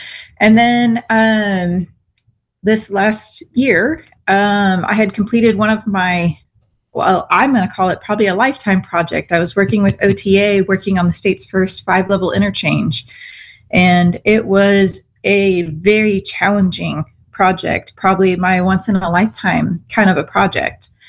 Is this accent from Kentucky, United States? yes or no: no; Frisco, Texas, United States; born there; moved away as an adult; now in Edmond, United States; I'm from Frisco, Texas, and I moved to Frisco with my family in 2000, whenever it was still very much, we moved there to move into the country.